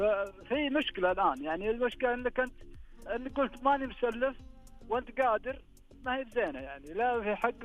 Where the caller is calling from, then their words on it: Ranyah, Makkah Province, Saudi Arabia; من الرانية يا حبيبي.